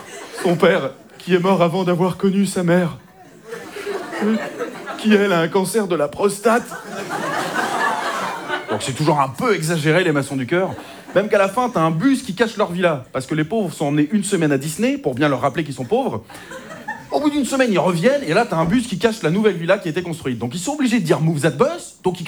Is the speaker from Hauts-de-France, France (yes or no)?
yes; Hauts-de-France, France